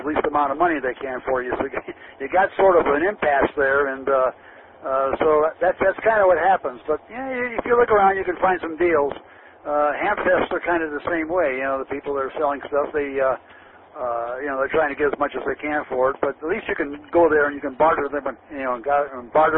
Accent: Ohio, United States; I grew up in Ohio, and everybody smoked there.

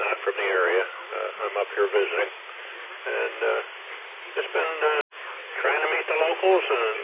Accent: Buffalo, New York, United States; moved away as an adult; now in Palm Bay, United States; Originally from the Buffalo, New York area, but the last 10 years we've lived in on the east coast of Florida, about 40 miles south of Cape Canaveral, a city called Palm Bay.

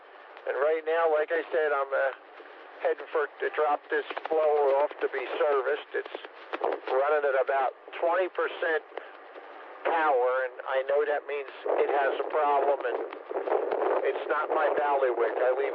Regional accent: Philadelphia, Pennsylvania, United States; I summer at the campground and winter in Florida. We're from Philadelphia, which is the largest major city near here.

